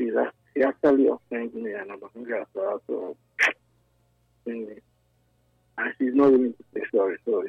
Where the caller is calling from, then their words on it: Oluku, Edo, Nigeria; From Oluku